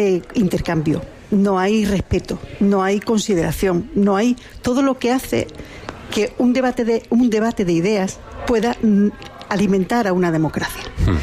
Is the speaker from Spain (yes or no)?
yes; Ceuta, Spain; also born or lived in Las Palmas / Madrid / Paris; yo nací en Las Palmas, viví en Ceuta toda mi vida, después vine a Madrid, después fui a París, después volví y tal